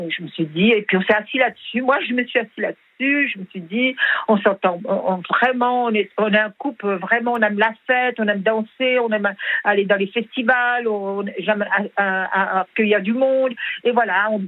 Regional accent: Switzerland; Je viens de Suisse

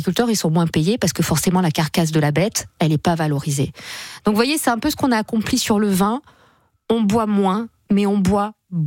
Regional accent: south of France, France; moi je viens du sud de la France, la tomate, il y avait d'abord le parfum, et après il y avait ce goût incroyable

